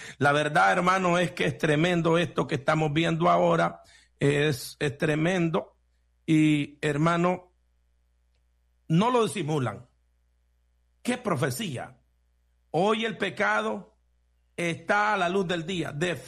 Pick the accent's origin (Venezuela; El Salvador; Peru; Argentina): El Salvador; moved away; yo y hermano Pedro y yo somos salvadoreños